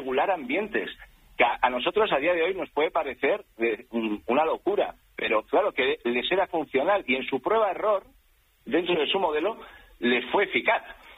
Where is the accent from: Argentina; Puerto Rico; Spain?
Spain; Madrid, Community of Madrid; Madrid, o sea, yo como madrileño lo digo, era un villorrio